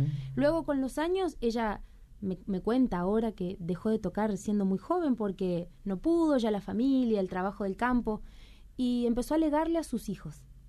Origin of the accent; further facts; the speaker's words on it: Formosa, Argentina; now in Córdoba, Argentina; vivíamos en la provincia de Formosa. Si bien yo nací en Formosa, mi papá en el Chaco, tenemos 100 kilómetros